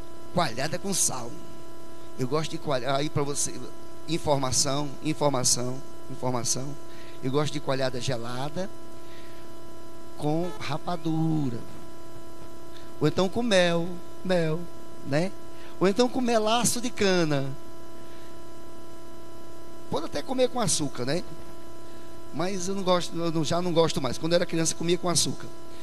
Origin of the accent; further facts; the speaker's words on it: Mirandiba, Pernambuco, Brazil; moved away as an adult; now in Bahia, Brazil; na minha cidade, em Mirandiba, Pernambuco. Pois é, eu sou pernambucano. Estou na Bahia há 30 e tantos anos, né? Já há 34 anos, mas sou pernambucano. E então a gente cresceu assim, nesse ambiente.